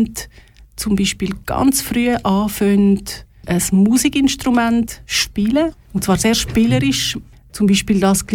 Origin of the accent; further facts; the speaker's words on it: Linthal, Glarus, Switzerland; Ich bin hinterst im Glarnerland aufgewachsen, also geboren in Glaris und aufgewachsen ganz hinten in Lintal.